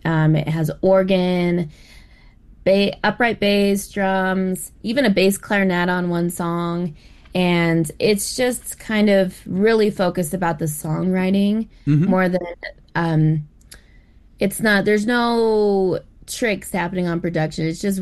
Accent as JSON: {"language": "English", "region": "Alaska", "country": "United States", "lives_now": "Denver, United States", "said": "I'm based here in Denver. I'm originally from Alaska, and my roots are in the Tsimshian and Tsuk'piak tribes."}